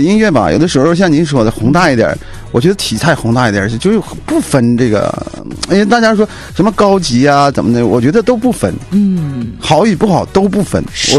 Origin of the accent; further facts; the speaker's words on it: Northeast China, China; 因为咱们东北人嘛，性格比较直爽，